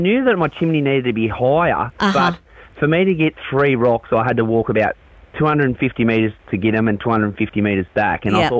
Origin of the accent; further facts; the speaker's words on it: Tasmania, Australia; growing up in Tassie and trout fishing my whole life up around the Highland Lakes